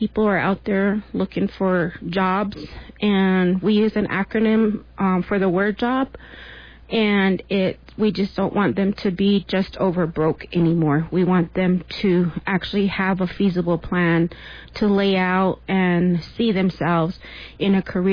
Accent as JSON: {"language": "English", "town": "Mishongnovi", "region": "Arizona", "country": "United States", "said": "I'm from the Pumpkin Clan from the village of Masangnavi."}